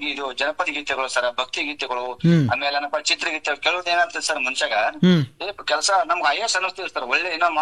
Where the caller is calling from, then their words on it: Arjunagi, Karnataka, India; Afzalpur taluk ಅರ್ಜುನಿಗೆ ಕುಗ್ರಾಮ್ sir.